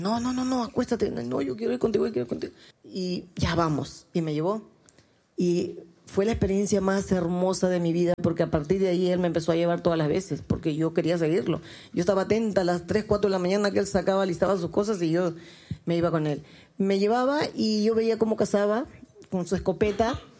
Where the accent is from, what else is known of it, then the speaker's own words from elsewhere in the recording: Puerto Maldonado, Madre de Dios, Peru; moved away; Puerto Maldonado, te extraño, mi tierra.